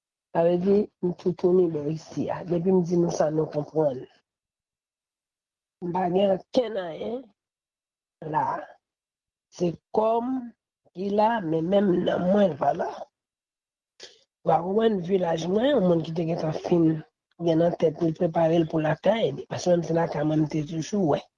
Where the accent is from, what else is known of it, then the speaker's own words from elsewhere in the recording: Haiti; En tant que haïtien qui aime pays comme la Cayenne